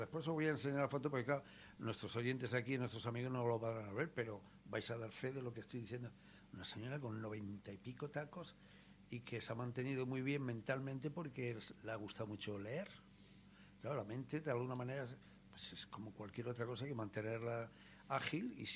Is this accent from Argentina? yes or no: no; Ponferrada, Castile and León, Spain; born there; estuvieron un año construyendo aquello y en ese año nací yo allí, en Ponferrada.